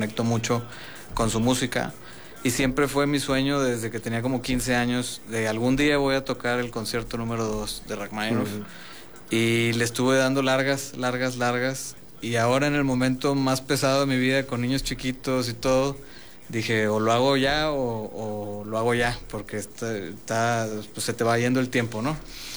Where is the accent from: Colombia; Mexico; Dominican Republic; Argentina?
Mexico; Monterrey, Nuevo León; Soy de Monterrey.